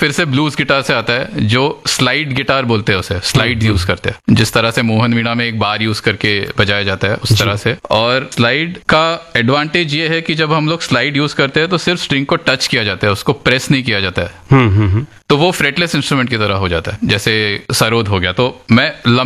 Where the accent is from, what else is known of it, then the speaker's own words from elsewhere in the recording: Mumbai, Maharashtra, India; बचपन में तो मैं मुंबई में ही था, मेरे पापा हिंदुस्तान पेट्रोलियम में इंजीनियर थे